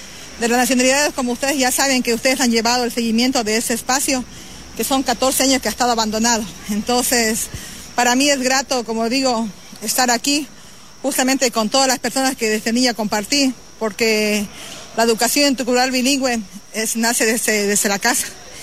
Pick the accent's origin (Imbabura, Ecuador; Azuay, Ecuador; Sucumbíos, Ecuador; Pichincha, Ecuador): Sucumbíos, Ecuador; porque nosotros también somos parte de la provincia de Sucumbíos, también somos ecuatorianos